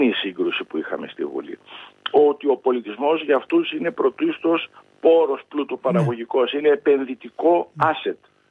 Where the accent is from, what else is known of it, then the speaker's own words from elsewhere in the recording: Drama, Eastern Macedonia and Thrace, Greece; Κοιτάξτε, εγώ είμαι από τη Δράμα.